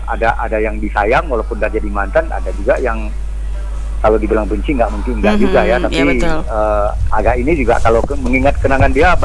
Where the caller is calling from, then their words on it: Aceh, Indonesia; Halo Pro Dangdut, Pro Dangdut adalah kita dari Aceh ini, Mbak Wina.